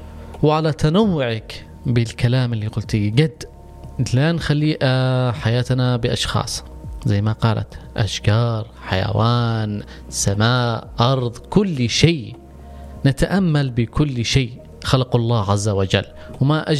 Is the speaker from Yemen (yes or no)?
yes; Yemen; نحن للأسف في اليمن